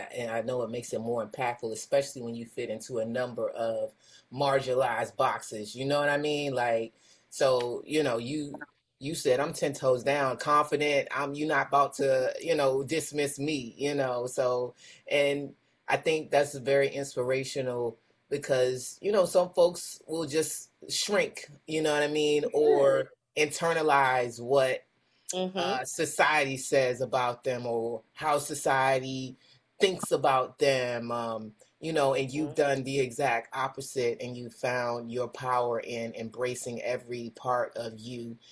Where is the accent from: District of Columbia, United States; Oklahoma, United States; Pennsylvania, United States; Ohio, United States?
District of Columbia, United States; Washington; I'm a Washingtonian, native Washingtonian. And I grew up Northwest in Petworth. But I just moved to Southside, and it's still Chocolate City over here.